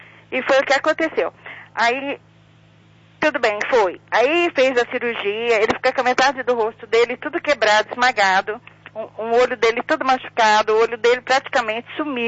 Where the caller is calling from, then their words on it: General Salgado, São Paulo, Brazil; eu sou de General Salgado